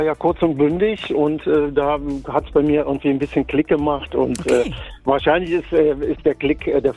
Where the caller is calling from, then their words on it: Brühl, North Rhine-Westphalia, Germany; Ich komme ja aus Brühl.